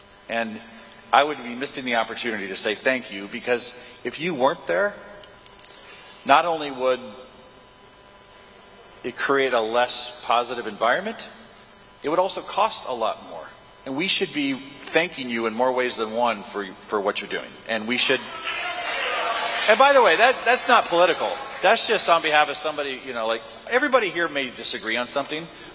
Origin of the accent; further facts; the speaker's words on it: Norfolk, Nebraska, United States; I grew up in Norfolk, Nebraska. I was a Cub Scout.